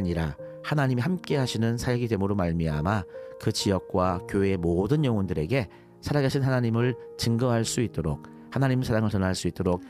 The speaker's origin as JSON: {"language": "Korean", "region": "Jeju", "country": "South Korea", "tie": "born or raised there", "moved": "yes", "said": "제 고향이 제주도입니다."}